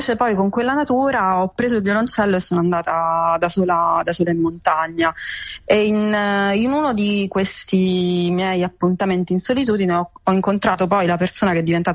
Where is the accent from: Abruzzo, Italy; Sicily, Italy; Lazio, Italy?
Abruzzo, Italy; L'Aquila; io sono aquilana